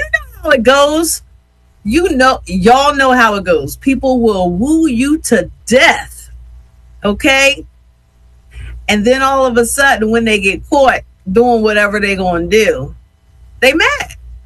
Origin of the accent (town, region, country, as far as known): Yeadon, Pennsylvania, United States; born or raised there